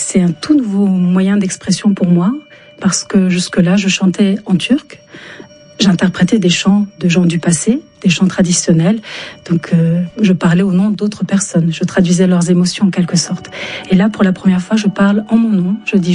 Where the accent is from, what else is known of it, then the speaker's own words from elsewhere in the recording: France; first language Turkish; French is a second language; Pas intruse, mais quand j'allais en Turquie, je réalisais que j'étais française. Et quand je suis en France, on me montre que je ne suis pas tout à fait française parfois, ou combien je peux être turque.